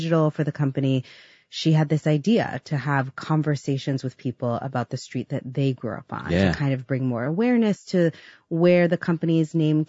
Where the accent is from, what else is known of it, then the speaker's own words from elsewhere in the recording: Bronx, New York, United States; And I loved growing up in the Bronx. I loved my neighborhood. I loved my community. It was really a special place to, it's a special place to be from.